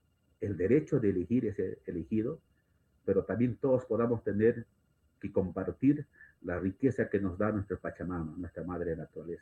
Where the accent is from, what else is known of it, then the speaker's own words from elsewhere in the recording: Peru; first language Quechua; Spanish is a second language; yo soy el quechohablante, pero nací en Merima, yo soy quechohablante, ¿no? Hablo mejor quechua que castellano, estimado periodista.